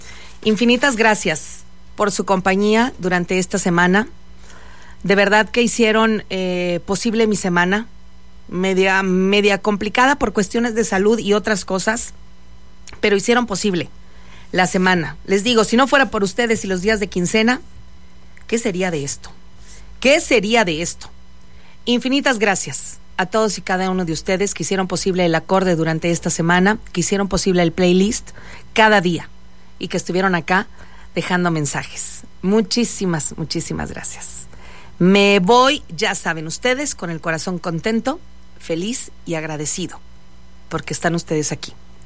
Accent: Monclova, Coahuila, Mexico; Como buena monclovense y norteña que soy, aquí estuve

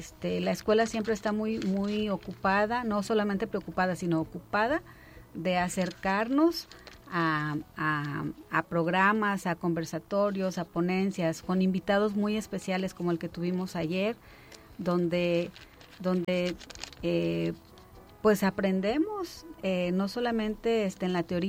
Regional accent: Mexico; como buenos mexicanos, hijos del maíz, comemos tortillas y siempre hay tortillas en la mesa

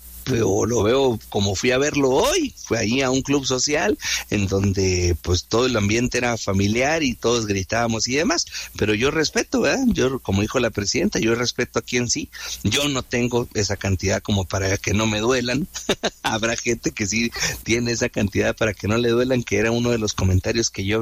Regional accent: Mexico; primero somos mexicanos, primero somos humanos

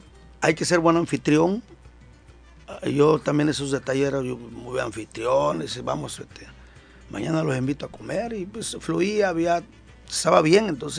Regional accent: Guerrero, Mexico; accent: costeño; yo soy allá de Guerrero, soy de allá de Acapulco, de un municipio.

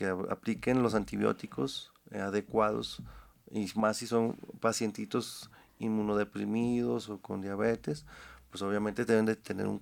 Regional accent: Mexico

